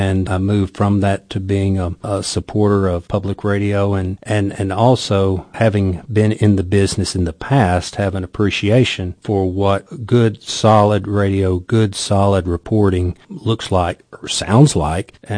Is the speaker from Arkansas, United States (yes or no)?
yes; Camden, Arkansas, United States; now in Central Arkansas, United States; I was on radio stations in Camden, where I grew up in South Arkansas, for just about 20 years.